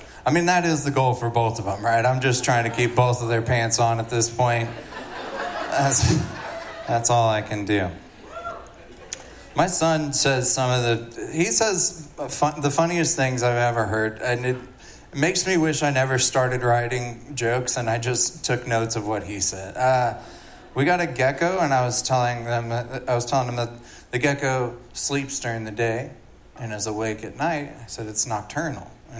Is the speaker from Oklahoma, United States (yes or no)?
yes; Poteau, Oklahoma, United States; I'm from Poto